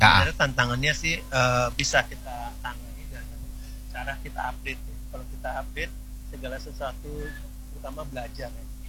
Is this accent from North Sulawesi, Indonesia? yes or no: yes; Manado, North Sulawesi, Indonesia; Iya, betul. Kita dari